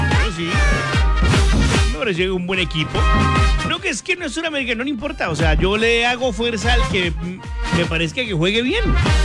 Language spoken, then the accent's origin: Spanish; Colombia; Somos colombianos.